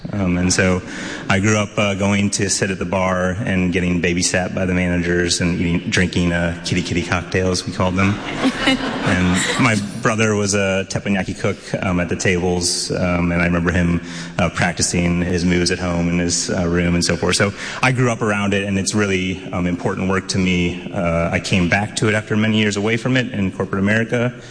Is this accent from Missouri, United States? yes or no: yes; St. Louis, Missouri, United States; I am from St. Louis, Missouri. I was born and raised